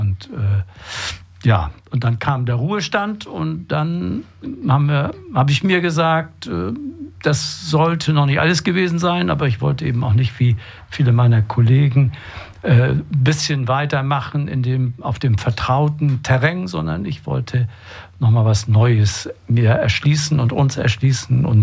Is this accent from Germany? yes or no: yes; Bokel, Germany; moved away as an adult; ich bin in Bokel geboren, als Bauernsohn, Erstgeborener.